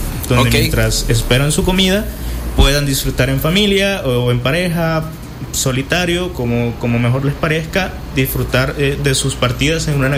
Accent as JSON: {"language": "Spanish", "country": "El Salvador"}